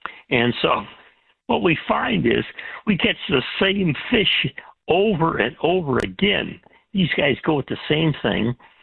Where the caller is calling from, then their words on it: Michigan, United States; Listen, we're in Michigan, not too far from Canada.